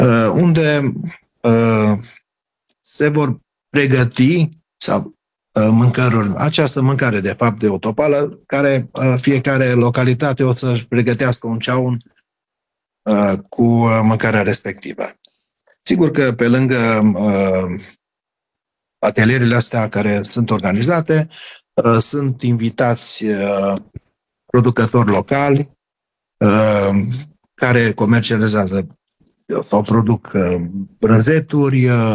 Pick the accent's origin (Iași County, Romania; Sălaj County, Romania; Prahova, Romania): Sălaj County, Romania; ceea ce ne caracterizează zona noastră, zona ardelenească, zona transilvaneană.